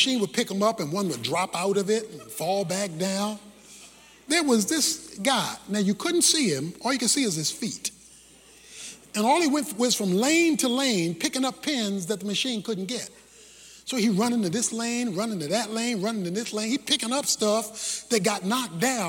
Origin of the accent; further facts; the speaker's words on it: Baltimore, Maryland, United States; When I was growing up in Baltimore